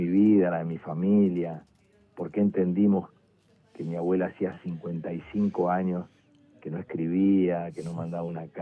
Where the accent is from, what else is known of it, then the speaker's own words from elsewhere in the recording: Paraná, Entre Ríos, Argentina; born there; la que yo nací en Paraná, en Entre Ríos